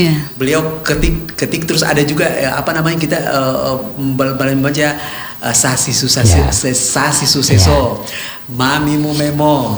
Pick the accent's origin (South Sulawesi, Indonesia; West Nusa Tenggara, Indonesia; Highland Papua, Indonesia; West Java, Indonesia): South Sulawesi, Indonesia; Makassar; born there; SMP di Makassar.